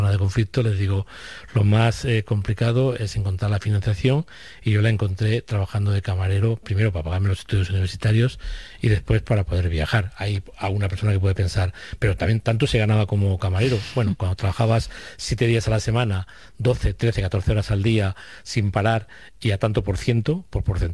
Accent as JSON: {"language": "Spanish", "town": "Córdoba", "region": "Andalusia", "country": "Spain", "tie": "born there", "said": "es mi ciudad natal, Córdoba, que es, como todo el mundo sabe, la ciudad del mundo con más lugares patrimonio de la humanidad."}